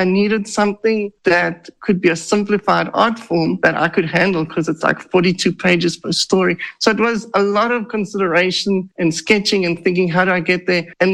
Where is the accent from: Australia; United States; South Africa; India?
South Africa; so he moved there and I grew up in South Africa.